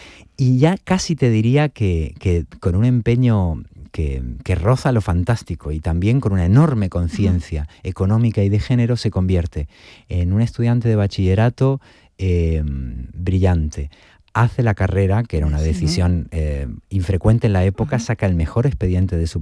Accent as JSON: {"language": "Spanish", "region": "Buenos Aires", "country": "Argentina", "tie": "born there", "moved": "yes", "said": "Buenos Aires, que casualmente es mi ciudad natal."}